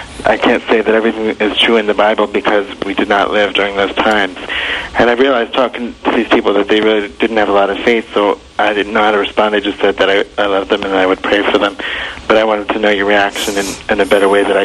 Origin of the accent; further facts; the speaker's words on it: Middletown, New York, United States; Middletown, New York.